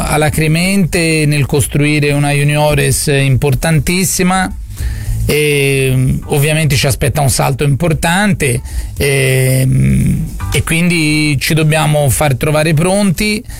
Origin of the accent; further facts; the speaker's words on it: Florence, Tuscany, Italy; E da fiorentino